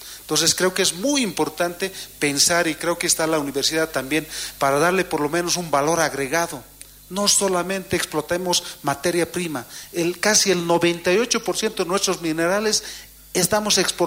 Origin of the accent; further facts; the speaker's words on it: Oruro, Bolivia; somos nosotros, orureños, los hermanos y hermanas que viven de ahí